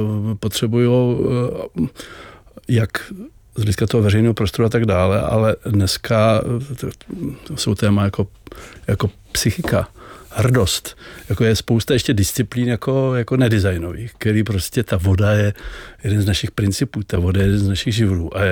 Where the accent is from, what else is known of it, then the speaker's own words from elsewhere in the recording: South Bohemian Region, Czechia; já jsem z Jižní Čech a jsem plavec